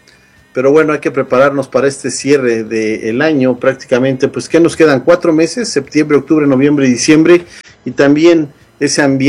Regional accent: Mexico; now in United States; para nosotros que somos mexicanos

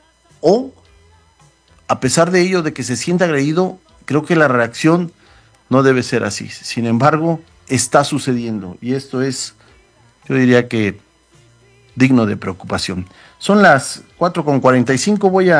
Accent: Mexico

